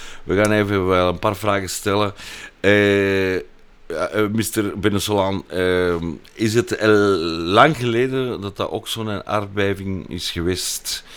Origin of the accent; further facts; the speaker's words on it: El Grullo, Jalisco, Mexico; Dutch is a second language; now in Antwerp, Belgium; Mijn geboortestad is El Grullo, Jalisco.